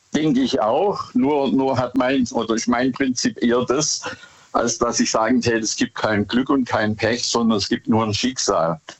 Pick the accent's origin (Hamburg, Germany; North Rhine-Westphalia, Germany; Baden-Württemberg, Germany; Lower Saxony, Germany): Baden-Württemberg, Germany; Bad Boll; ich komme aus Bad Boll